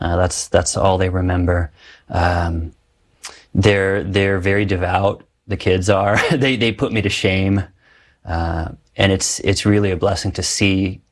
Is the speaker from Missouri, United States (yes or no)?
yes; St. Louis, Missouri, United States; And I said, well, I'm from St. Louis.